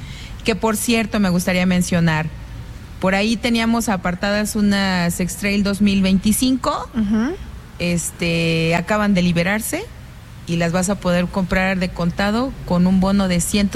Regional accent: Mexico; somos orgullosamente mexicanos aquí.

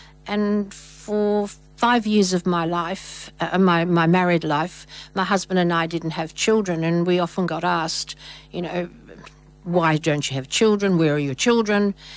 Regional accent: Swan Valley, Western Australia, Australia; also born or lived in Croatia; Well, I thought that because I'm a resident of the Swan Valley. I grew up in the Swan Valley, and I haven't, apart from going to live in Croatia for a long time, or not quite a year, I came back to the valley

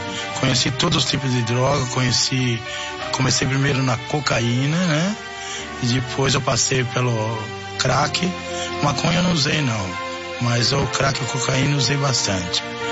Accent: Itatiba, São Paulo, Brazil; sou de Itatiba, o bairro Santa Cruz, Alameda Dom Pedro II

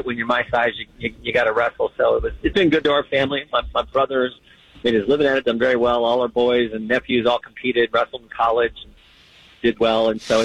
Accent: United States; we're Americans.

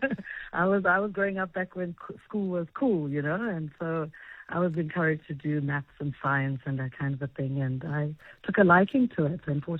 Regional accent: Mafikeng, North West, South Africa; Yes, growing up in Mafikeng, I was a very curious child

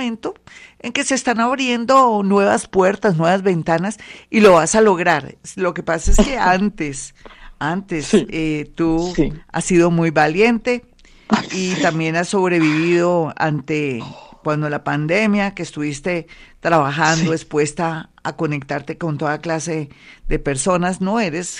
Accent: Colombia; aquí uno como colombiano nace con una energía tan poderosa y tan linda

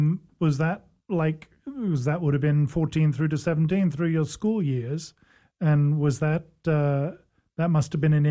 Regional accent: Singapore; born there; I was born in Singapore. Okay. Same kind of thing, just running around barefoot. It's just that there it was in the jungle.

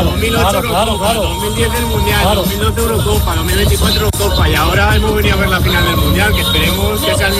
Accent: Tomelloso, Castilla-La Mancha, Spain; No, yo soy de Tomelloso.

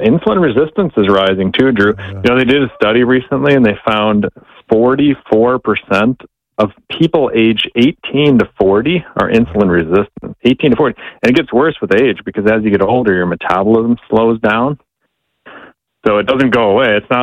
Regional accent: Minnesota, United States; I grew up in Minnesota.

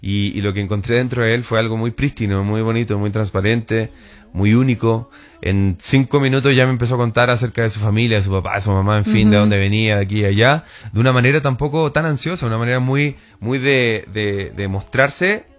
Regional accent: Santiago, Santiago Metropolitan Region, Chile; Entonces yo siempre tendría que decir, o lo más probable es que diga vengo de Santiago de Chile.

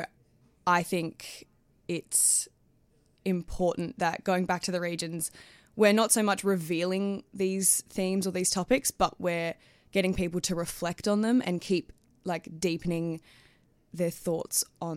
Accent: Perth, Western Australia, Australia; moved away; I have family who are based in regional Australia. I'm originally from Perth, Western Australia.

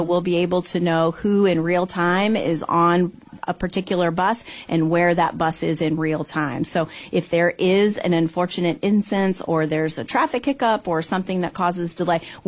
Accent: Salem, Ohio, United States; moved away as an adult; now in New Philadelphia, United States; I'm from Salem, Ohio.

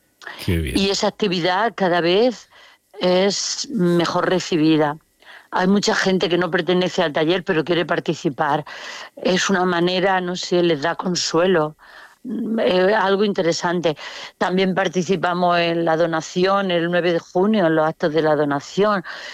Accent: Region of Murcia, Spain; accent: Murcian; que se entienda nuestro acento sin renunciar a él. Pero el acento murciano a veces es fuerte y difícil de entender.

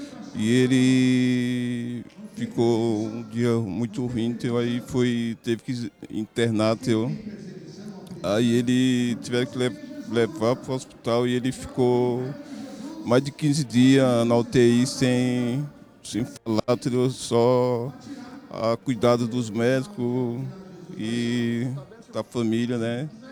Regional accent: Santana de Parnaíba, São Paulo, Brazil; Santana de Parnaíba.

